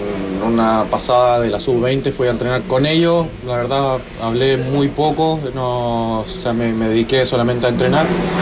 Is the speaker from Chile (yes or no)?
yes; Chile; uno siempre como chileno quiere lo mejor para su selección